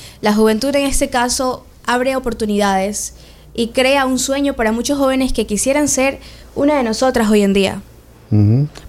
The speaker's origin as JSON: {"language": "Spanish", "town": "Manta", "region": "Manabí", "country": "Ecuador", "tie": "born there", "said": "Yo soy nacida en Manta. Mi familia es oriunda."}